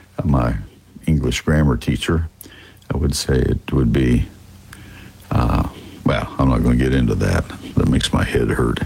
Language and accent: English; Texas, United States